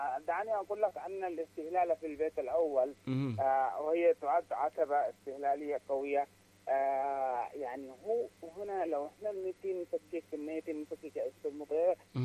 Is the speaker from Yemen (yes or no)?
yes; Yemen; يعني مثلا عندنا في تهامة يعني زي ما تقول كيلوهات مربعة من الأشجار السمر والسلام وأشجار أخرى ونباتات وحيوانات برية نسميها هيجة.